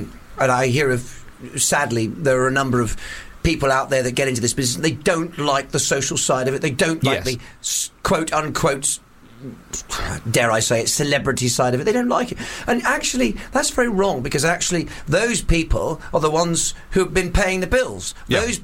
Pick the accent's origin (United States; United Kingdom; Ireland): United Kingdom; Bampton, South West England; also born or lived in Hammersmith, London; I was born in Hammersmith in London, but I grew up in Devon.